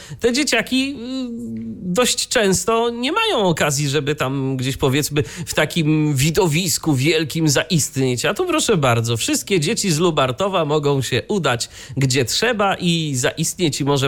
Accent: Iława, Warmian-Masurian Voivodeship, Poland; do Iławy, do mojego rodzinnego miasta

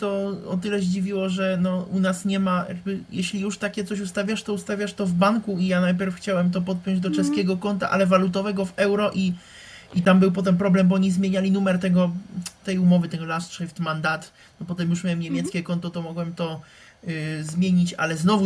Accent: Czechia; u nas w Czechach

